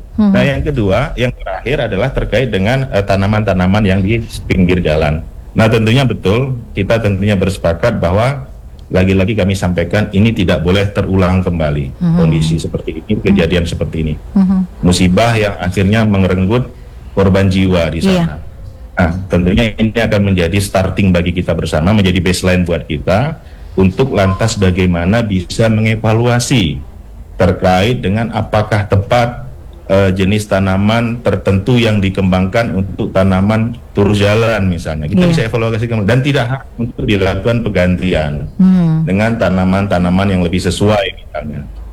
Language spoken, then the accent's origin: Indonesian; Aceh, Indonesia; kita di Aceh ini